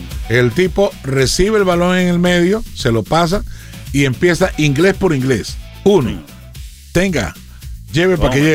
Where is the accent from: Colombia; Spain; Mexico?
Colombia